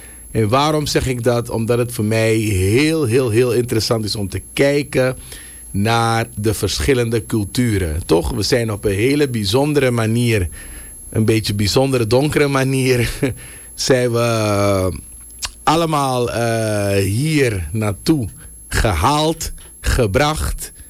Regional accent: Suriname; daar kunnen wij als Surinamers iets van leren.

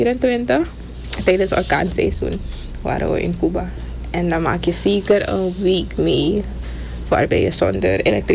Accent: Suriname; Ja, kijk, we zijn Surinamers gewoon.

